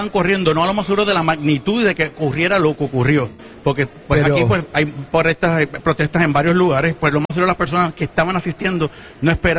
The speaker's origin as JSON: {"language": "Spanish", "town": "Caguas", "country": "Puerto Rico", "said": "Sí, soy de Caguas, represento la parte norte de Caguas y casi todo el pueblo de Gurabo."}